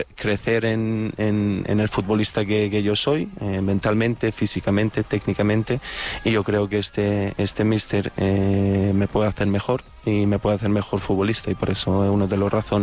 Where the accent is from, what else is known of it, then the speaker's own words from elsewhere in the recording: Serbia; born there; Spanish is a second language; also born or lived in Netherlands; el serbio como nací en Serbia, el alemán que lo aprendí en el colegio en Holanda